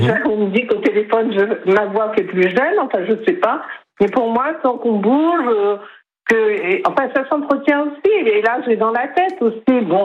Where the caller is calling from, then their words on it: Hourtin, Nouvelle-Aquitaine, France; Je suis sur Ourtin où il y a le lac, il y a Piquero.